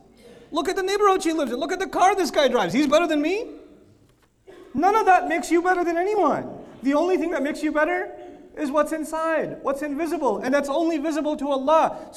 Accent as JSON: {"language": "English", "country": "Pakistan", "said": "I come from Pakistan, that's my home country."}